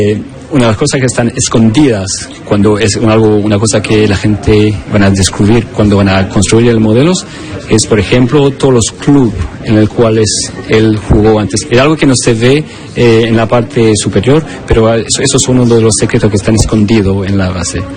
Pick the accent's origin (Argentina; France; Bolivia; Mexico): France; also born or lived in Chile; yo nací en Chile, crecí en Francia